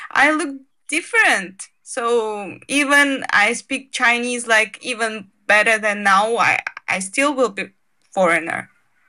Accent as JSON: {"language": "English", "country": "Kazakhstan", "second_language": "English", "lives_now": "China", "said": "But I'm from Kazakhstan and I really like Shandong because there is, I can see the sea. Because in Kazakhstan, you know, there is no sea."}